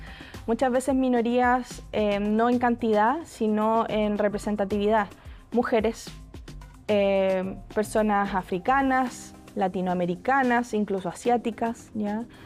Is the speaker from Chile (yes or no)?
yes; Chile; En Chile, por ejemplo, decimos nanay, que tiene que ver con cierto hacer un cariño. Y eso viene de nuestros lenguajes indígenas